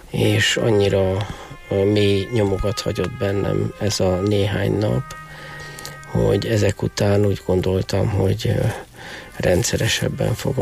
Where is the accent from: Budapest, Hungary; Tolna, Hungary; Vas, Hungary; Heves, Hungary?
Budapest, Hungary; ahogy a gyerekkoromban jártam, a Budapesten, a 8. kerületben